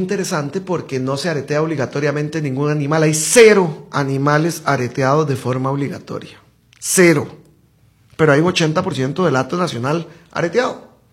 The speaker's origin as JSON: {"language": "Spanish", "region": "Alajuela", "country": "Costa Rica", "tie": "born there", "also_born_or_lived": "Cartago", "said": "Yo nací en Alajuela, pero soy Cartago casi que por naturalización, digo yo, porque he trabajado en Cartago muchísimos años."}